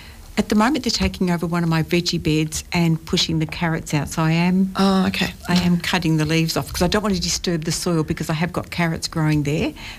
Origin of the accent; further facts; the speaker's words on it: Mitcham, Australia; And, do you know, in the 1950s and 60s when I grew up in Mitcham and my parents bought land